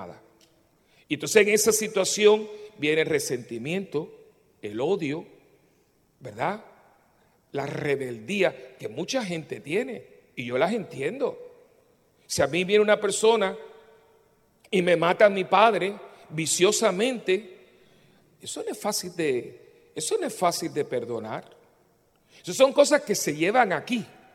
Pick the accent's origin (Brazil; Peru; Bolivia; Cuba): Cuba; born there; pero por ejemplo yo nací en Cuba, ¿no?